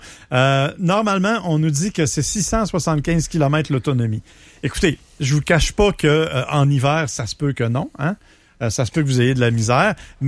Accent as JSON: {"language": "French", "town": "Saint-Hyacinthe", "region": "Quebec", "country": "Canada", "said": "Moi, je suis de Saint-Hyacinthe, c'est pas un secret."}